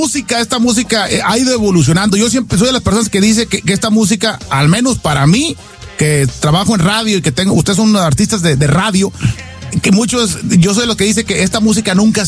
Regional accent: Guasave, Sinaloa, Mexico; somos paisanos de Guasave, Sinaloa.

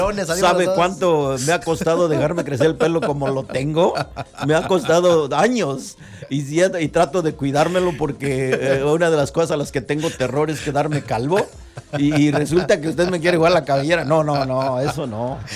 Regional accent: Huajuapan de León, Oaxaca, Mexico; desde que estaba en la escuela primaria allá en mi Guajuapan de León, de donde soy originario, de ahí de las cercanías de la ciudad

